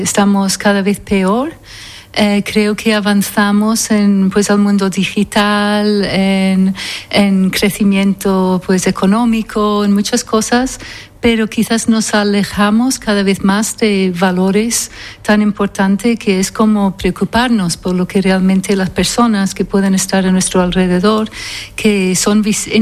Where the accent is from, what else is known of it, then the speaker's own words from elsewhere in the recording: Scotland, United Kingdom; now in Spain; Yo soy originalmente de Escocia. Me crié en Escocia, mi padre era escocés y mi madre noruega, pero ya llevo 42 años aquí en España